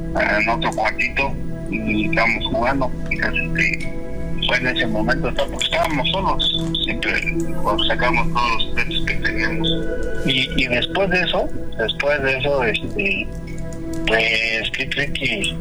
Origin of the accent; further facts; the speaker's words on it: Mexico City, Mexico; Nosotros somos aquí de Tepito.